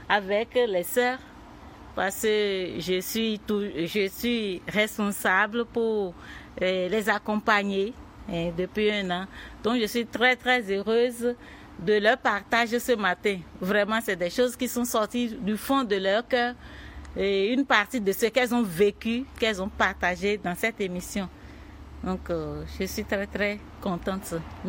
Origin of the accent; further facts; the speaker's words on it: Benin; also born or lived in Brazil; now in France; je suis béninoise et je suis aussi brésilienne parce que j'ai fait 8 ans au Brésil en mission. J'ai 52 ans et 25 ans de vœux. Je suis depuis un an en France